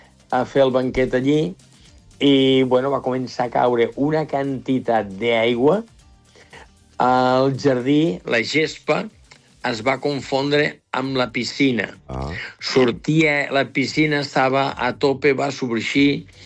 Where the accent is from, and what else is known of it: Catalonia, Spain